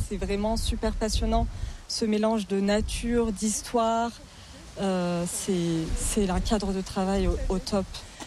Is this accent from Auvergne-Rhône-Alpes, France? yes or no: yes; Guilherand-Granges, Auvergne-Rhône-Alpes, France; Ouais, je suis née à Guillaume-Grange.